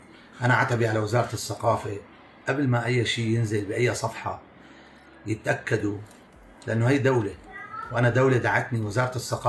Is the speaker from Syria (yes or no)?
yes; Syria; moved away; كلياتنا إحنا سوريين وتعذبنا وتغربنا برات بلادنا